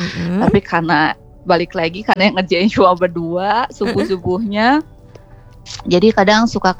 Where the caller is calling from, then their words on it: Baleendah, West Java, Indonesia; Aku dari Balai Endah.